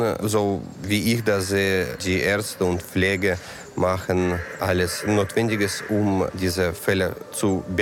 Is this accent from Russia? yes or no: yes; Russia; German is a second language; now in Kiel, Germany; Russland.